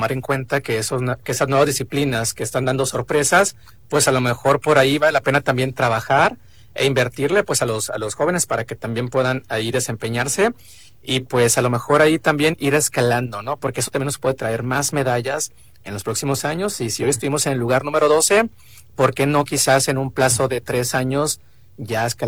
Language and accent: Spanish; Sinaloa, Mexico; porque soy sinaloense